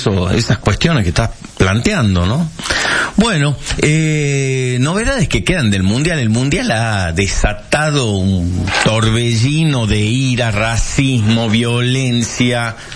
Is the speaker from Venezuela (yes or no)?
no; Argentina; Qué lindo que es ser argentino